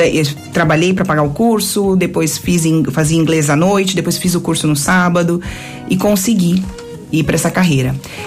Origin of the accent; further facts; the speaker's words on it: São Paulo, Brazil; moved away as an adult; now in Portugal; Aí dali eu saí do interior, né, de São Paulo, que eu sou de São Paulo, e fui pra capital para fazer um curso de comissária, como se chama aqui, hospedeira.